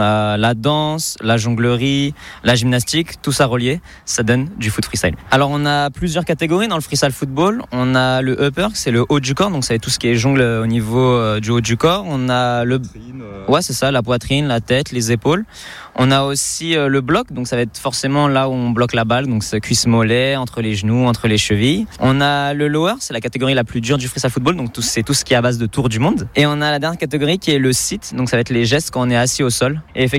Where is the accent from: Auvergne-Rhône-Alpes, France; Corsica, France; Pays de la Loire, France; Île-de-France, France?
Île-de-France, France; Brétigny-sur-Orge; 26 ans, je viens tout droit de l'Essonne, plus particulièrement à Bretigny